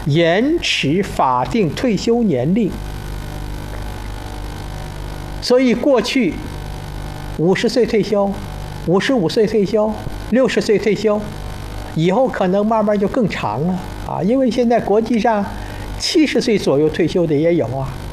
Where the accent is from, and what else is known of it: China